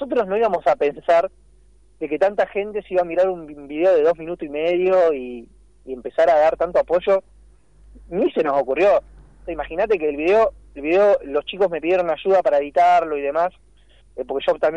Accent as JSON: {"language": "Spanish", "town": "Pilar", "region": "Buenos Aires Province", "country": "Argentina", "said": "yo soy de Pilar en realidad, pero doy clases allá. Acá en Pilar"}